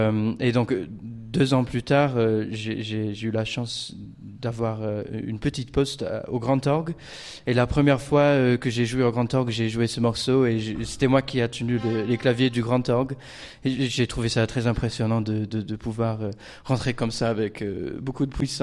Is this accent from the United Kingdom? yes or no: yes; Blackburn, North West England, United Kingdom; French is a second language; moved away as an adult; now in France; Quand j'étais plus jeune, j'ai chanté pendant 9 ans dans ma ville natale de Blackburn.